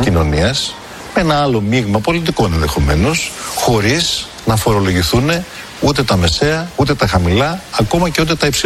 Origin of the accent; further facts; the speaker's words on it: Macedonia, Greece; αλλά ως Μακεδόνας, από τη στιγμή που πρόδωσε τη Μακεδονία, μου είναι απεχθής.